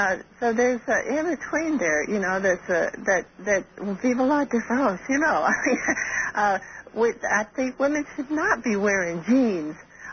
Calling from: Michigan City, Indiana, United States; Michigan City, Indiana.

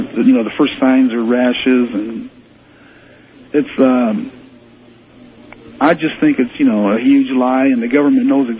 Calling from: Fort Wayne, Indiana, United States; I'm calling from Fort Wayne, Indiana, WOWO.

